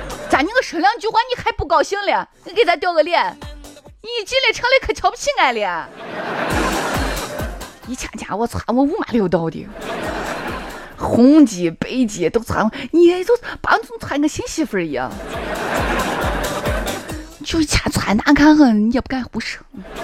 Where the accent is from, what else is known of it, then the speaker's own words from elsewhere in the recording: Shaanxi, China; accent: Huxian; moved away; 只有我们陕西人能听得懂。